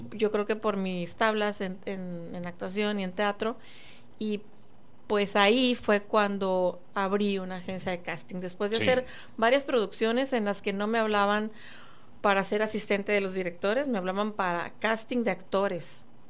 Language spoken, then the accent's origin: Spanish; Guadalajara, Jalisco, Mexico; born there; moved away; Nací en Guadalajara.